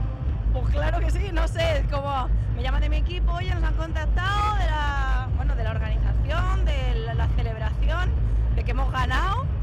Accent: Huétor-Tájar, Andalusia, Spain; Yo era muy pequeña, estaba en Huetortájar, que es mi pueblo, que les mando a todos un beso enorme.

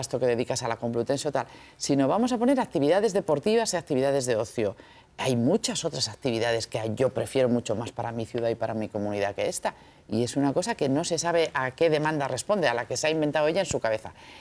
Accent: Madrid, Community of Madrid, Spain; Yo que soy de Madrid de toda la vida y mis padres y mis abuelos también.

